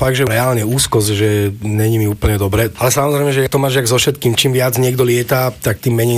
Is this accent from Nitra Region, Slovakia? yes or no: no; Bratislava, Bratislava Region, Slovakia; Ja som vyrastal v Petržálke